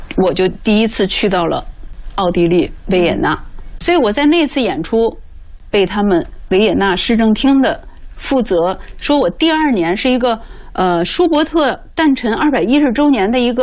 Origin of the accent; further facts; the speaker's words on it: China; 但是还是我们中国人。